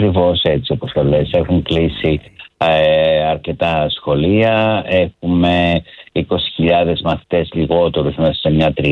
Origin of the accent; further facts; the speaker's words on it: Peloponnese, Greece; also born or lived in Arcadia; επειδή είμαι γιος εκπαιδευτικού και κατάγομαι από την Αργολίδα